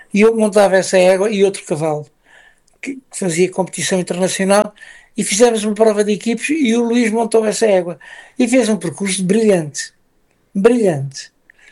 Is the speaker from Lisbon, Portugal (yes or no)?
no; Chamusca, Santarém, Portugal; born there; Sim, eu nasci na Chamusca, mas aqui em Mucoforzanadia